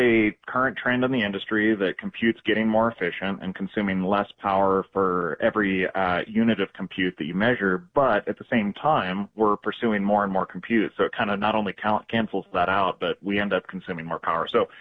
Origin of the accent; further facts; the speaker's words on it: Billings, Montana, United States; I'm from Billings originally, so I love that idea.